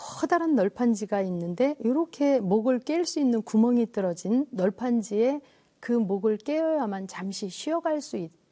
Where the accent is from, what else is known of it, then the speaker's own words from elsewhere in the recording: Yongin, Gyeonggi Province, South Korea; 제 고향이 용인이거든요.